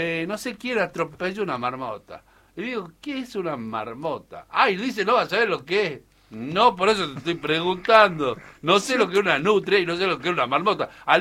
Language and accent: Spanish; Argentina; yo soy macho y soy argentino.